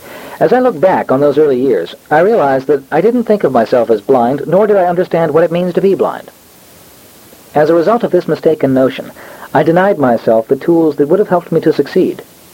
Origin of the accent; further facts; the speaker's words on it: Cheltenham, Pennsylvania, United States; I grew up in Cheltenham, Pennsylvania, a suburb of Philadelphia.